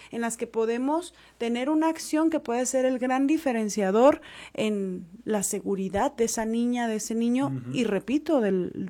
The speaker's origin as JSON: {"language": "Spanish", "country": "Mexico", "said": "como lo digo como mexicana"}